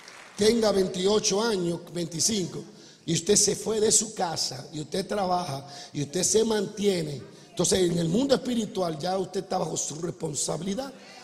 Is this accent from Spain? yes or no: no; Dominican Republic; Soy dominicano